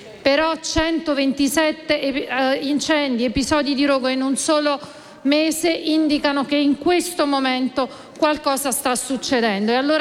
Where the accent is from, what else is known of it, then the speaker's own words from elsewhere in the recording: Campania, Italy; quella che viene chiamata Terra dei Fuochi, che è la mia terra, in particolare nella grande area giulianese aversana e nel litorale Domizio.